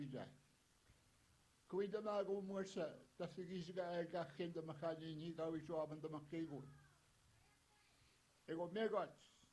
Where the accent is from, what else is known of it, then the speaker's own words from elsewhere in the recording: Garden Hill, Manitoba, Canada; I'm from Garden Hill and I'm a counselor and an elder.